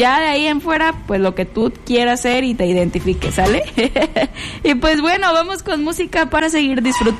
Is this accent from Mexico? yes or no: yes; Mexico; todos los días del año somos mexicanos, pero mañana es cuando ya dejamos de sentirnos gringos